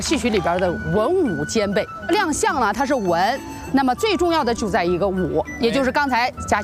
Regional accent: Shanxi, China

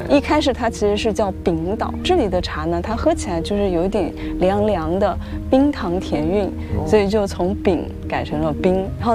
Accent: China

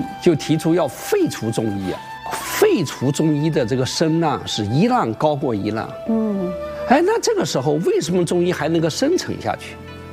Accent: China; 我们中国人啊

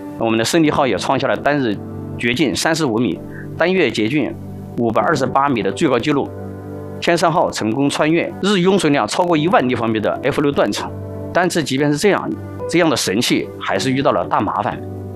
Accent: China

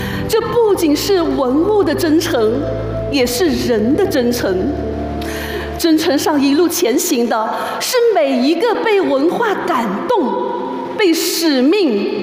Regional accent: Guanghan, Sichuan, China; 我是土生土长的广汉人，三星堆就在我家门口。

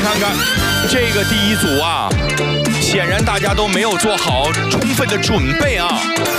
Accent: Shenyang, Liaoning, China; 我沈河的。

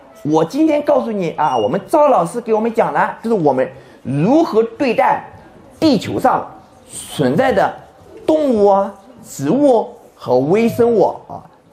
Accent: Shandong, China; 我的老家山东呢是处于下游，所以呢一看到这黄河奔流啊，我就想到我老家。

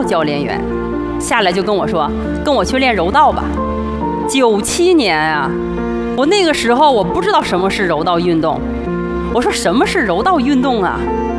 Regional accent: Fuxin, Liaoning, China; 我的家乡呢是在辽宁省阜新蒙古族自治县的一个小山村。从小呢，我跟其他小伙伴们一样，从田间地头玩耍，在追逐打闹当中成长。

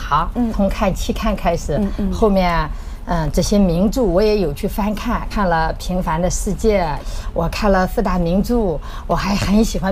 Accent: Shandong, China; 我生在沂蒙山，长在沂蒙山，对家乡它总是有感情。

